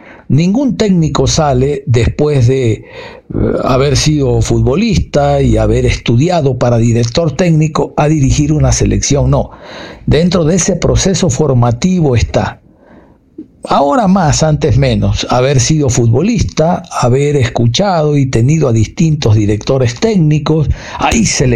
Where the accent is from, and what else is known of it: Ecuador